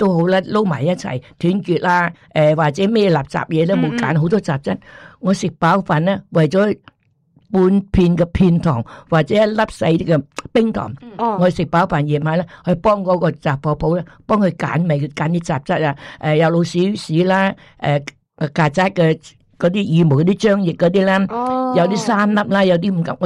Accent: Guangdong, China

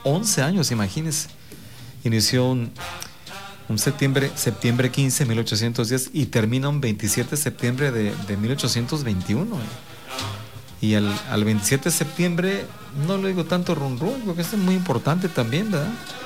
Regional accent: Mexico; Sentirnos orgullosos de ser mexicanos, pero buenos mexicanos, ¿eh?

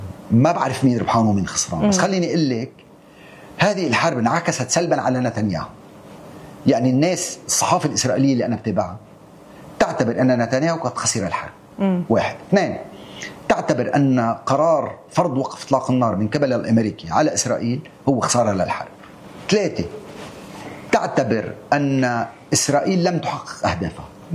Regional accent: Lebanon; نحن كلبنانيين

